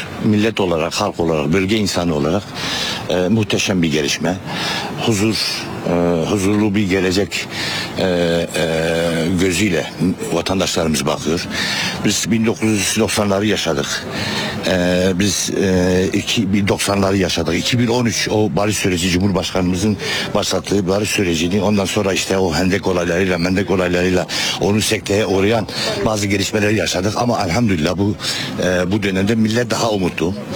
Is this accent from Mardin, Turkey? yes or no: yes; Mardin, Turkey; Çünkü İstanbul'daki insan, ben burada Mardinliyim.